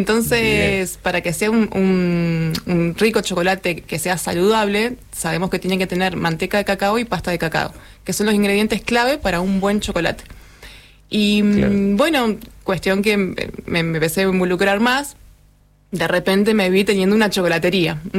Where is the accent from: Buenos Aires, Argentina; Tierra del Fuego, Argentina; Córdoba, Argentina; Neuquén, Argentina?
Tierra del Fuego, Argentina; Ushuaia; Sí, nací y criada en Ushuaia.